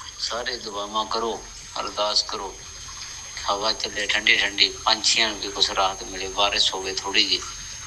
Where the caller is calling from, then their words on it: Ahmedgarh, Punjab, India; ਮੰਡੀ ਅਹਿਮਦਗੜ੍ਹ ਤੋਂ ਜੀ।